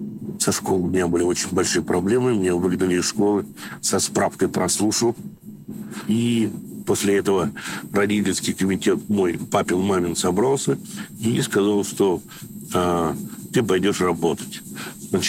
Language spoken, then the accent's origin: Russian; Moscow, Russia; born there; Я родился в Москве, но корни у меня очень много с Украины.